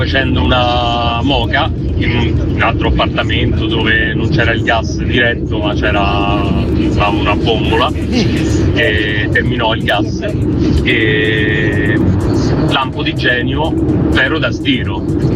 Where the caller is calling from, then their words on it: Rome, Lazio, Italy